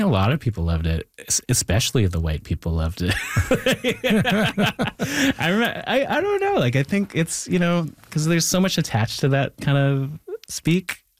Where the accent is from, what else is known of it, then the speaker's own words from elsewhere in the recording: Thunder Bay, Ontario, Canada; And I bring that back even to growing up in Thunder Bay, where like, you know, there is like, you know, a lot of tensions between